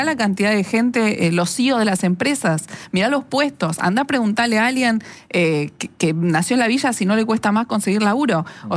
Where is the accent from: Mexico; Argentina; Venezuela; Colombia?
Argentina; Lo que hay es un mestizaje muy grande y muchísima inmigración que nos conforma como argentinos. Somos eso, somos un montón de mezcolanza.